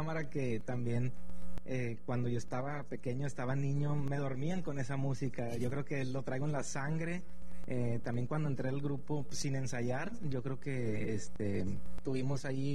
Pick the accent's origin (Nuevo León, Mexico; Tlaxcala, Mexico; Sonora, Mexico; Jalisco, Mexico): Nuevo León, Mexico; Monterrey; now in United States; Soy pues totalmente regio, pero sí. Radico en los Estados Unidos, pero aquí soy totalmente regio.